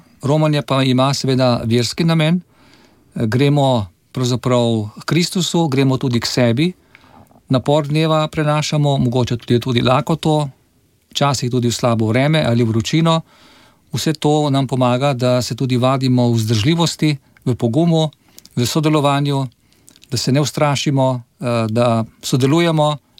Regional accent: Lower Carniola, Slovenia; glede na to, da sem iz Dolenjske in da veliko vozim ob reki Krki, od … našega mirnopečana in domačina … se tu poigrava, tam pod Gorjanci, kjer sem doma.

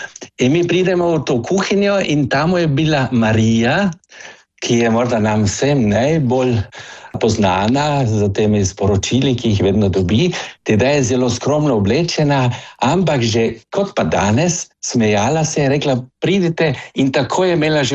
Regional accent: Carinthia, Austria; born there; moved away as an adult; now in Vienna, Austria; Teda sem se študiral medicino na Dunaju. Jaz sem rojen na Koroškem, sem koroški Slovenc.

